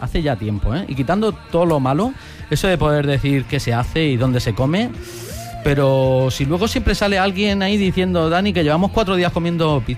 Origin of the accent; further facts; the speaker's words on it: Orihuela, Valencian Community, Spain; Veniros a mi pueblo, Orihuela. Ahí te digo yo que no pasarás por ningún síndrome raro.